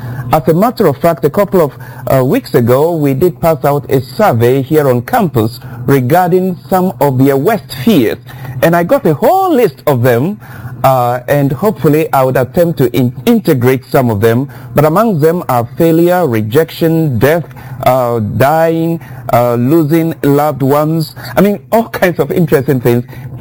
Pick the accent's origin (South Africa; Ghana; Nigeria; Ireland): Ghana; now in United States; You can tell from my accent already I'm not an American. I'm from Ghana, West Africa, but I'm currently based in the United States.